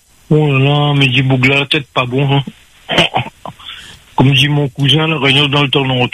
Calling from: Perpignan, Occitanie, France; De Perpignan.

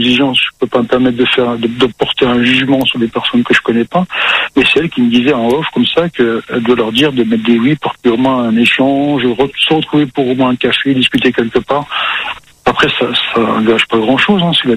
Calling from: Grand Est, France; comme je suis lorrain, vosgien d'origine

